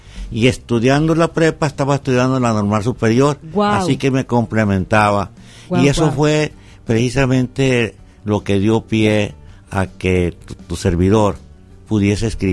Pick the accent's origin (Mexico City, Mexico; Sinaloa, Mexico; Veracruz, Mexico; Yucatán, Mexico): Sinaloa, Mexico; Angostura; also born or lived in Guamúchil; yo me crié en Angostura.